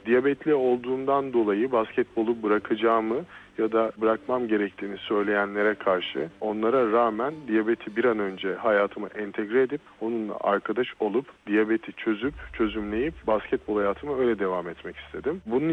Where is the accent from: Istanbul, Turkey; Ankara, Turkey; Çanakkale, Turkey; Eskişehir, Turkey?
Ankara, Turkey; born there; 1982 Ankara doğumluyum.